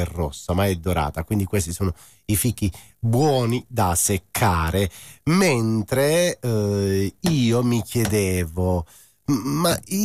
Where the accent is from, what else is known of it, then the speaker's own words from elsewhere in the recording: Putignano, Apulia, Italy; dalle nostre parti, anzi, precisamente putignano